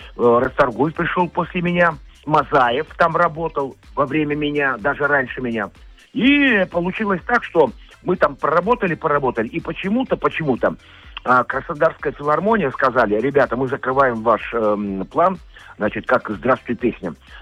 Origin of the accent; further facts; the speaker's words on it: Moscow, Russia; Ну, я сам москвич